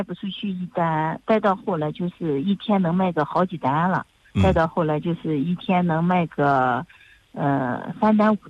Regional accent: Mengyin, Shandong, China; 作为一个蒙阴人，作为一个这个土生土长的这个种桃养桃的人，

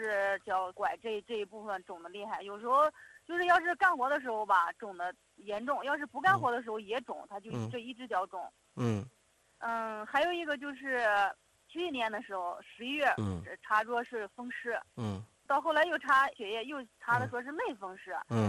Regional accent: Anhui, China; 我是安徽的。

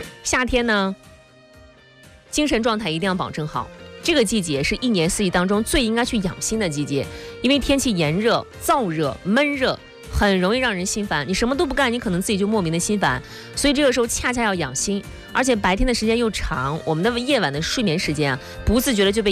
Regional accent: Jinan, Shandong, China; 我们济南人是非常爱生活的，热爱美食。

